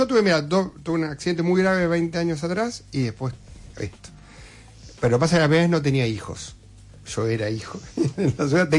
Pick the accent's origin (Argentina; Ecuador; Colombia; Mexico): Argentina; Rosario, Santa Fe; yo viví toda mi vida en Rosario, soy muy rosarino